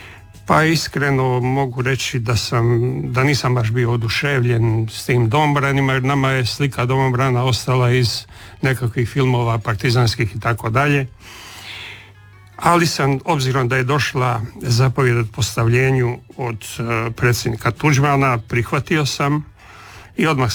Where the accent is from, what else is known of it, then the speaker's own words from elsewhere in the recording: Croatia; Kod nas u Hrvatskoj, bar u nekom dijelu Hrvatske, javlja uvjerenje da su Istrani malo mekši, Hrvati i tako dalje.